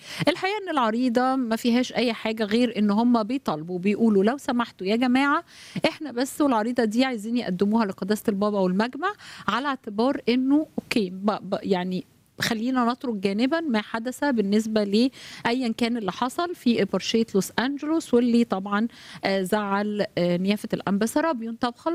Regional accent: Egypt; عندنا في مصر

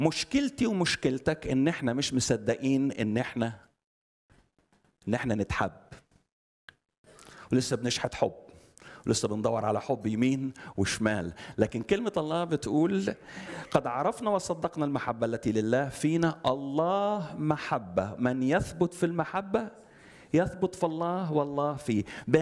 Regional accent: Alexandria, Alexandria Governorate, Egypt; also born or lived in Upper Egypt; أنا اسكندراني صعيدي، بس اسكندراني.

